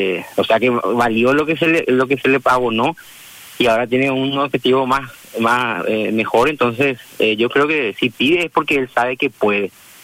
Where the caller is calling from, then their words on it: Lambaré, Central, Paraguay; soy de Lambaré.